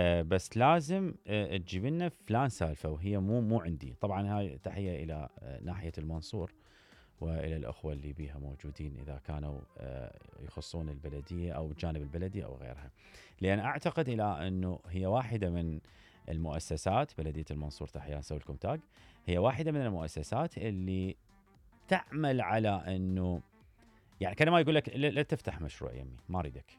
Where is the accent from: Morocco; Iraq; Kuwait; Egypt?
Iraq; انا دائما اقول القوانين عندنا في العراق باعتبارها قديمة جدا وسلالة،